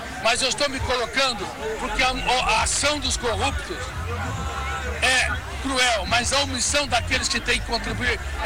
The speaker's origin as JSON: {"language": "Portuguese", "country": "Brazil", "said": "Eu não estou fazendo um juízo de valor, mas eu digo uma coisa, como brasileiro, como médico, como empresário, como trabalhador."}